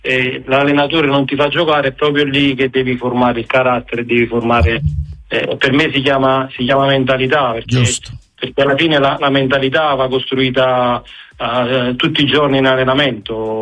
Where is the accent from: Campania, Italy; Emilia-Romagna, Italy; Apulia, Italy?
Campania, Italy; Naples; soprattutto per me da napoletano